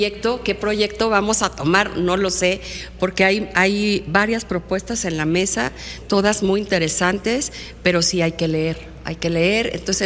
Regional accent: Aguascalientes, Mexico; born or raised there; moved away as an adult

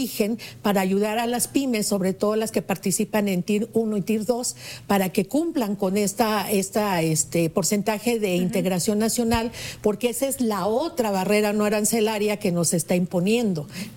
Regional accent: Mexico; soy parte de México, no del gobierno

